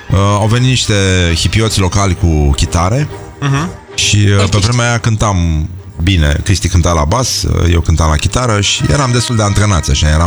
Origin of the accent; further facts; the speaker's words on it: Romania; când au auzit că suntem din România